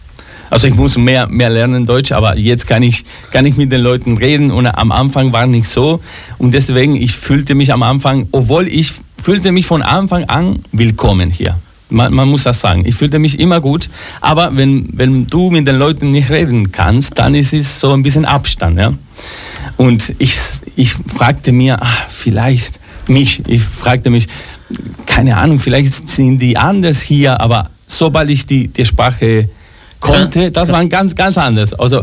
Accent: Rosario, Santa Fe, Argentina; German is a second language; moved away as an adult; now in Austria; in Buenos Aires schon, also in der Hauptstadt von Argentinien und in meiner Heimatstadt Rosario, habe ich schon als Musicaldarsteller gearbeitet

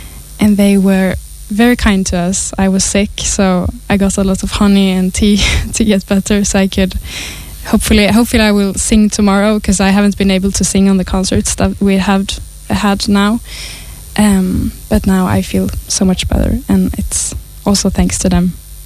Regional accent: Bergen, Vestland, Norway; We come from Bergen, and there we don't have the Midnight Sun because it's really it's on the west coast of Norway, pretty low.

